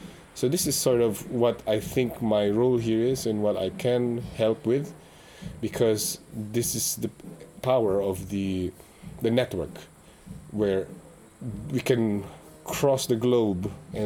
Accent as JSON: {"language": "English", "town": "Manila", "region": "Metro Manila", "country": "Philippines", "second_language": "English", "moved": "as an adult", "lives_now": "Berlin, Germany", "said": "I'm originally from Manila, Philippines. I live in Berlin, based in Berlin and Manila in the last 3 years."}